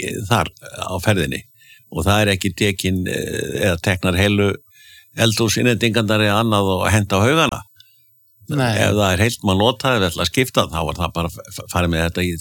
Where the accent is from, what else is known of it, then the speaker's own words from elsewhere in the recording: Akureyri, Northeastern Region, Iceland; now in Denmark; þegar ég var krakki alast upp á Akureyri.